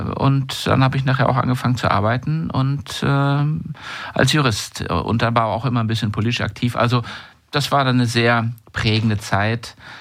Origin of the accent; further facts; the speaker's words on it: Schleswig-Holstein, Germany; also born or lived in Eutin; es ist aber nur meine Geburtsstadt, weil das Krankenhaus war. Aber aufgewachsen bin ich zwischen Plön und Malente. Das sagt wahrscheinlich vielen was. Auf einem ganz kleinen Dorf, Niederklewitz. Das waren 300 Seelen, also ein echtes Dorf, wo kein Bus fährt, außer dem Schulbus